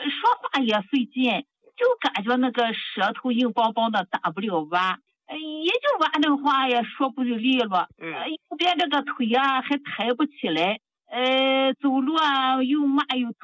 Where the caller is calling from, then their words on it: Tianjin, China; 我是天津的，老听众了，康老师。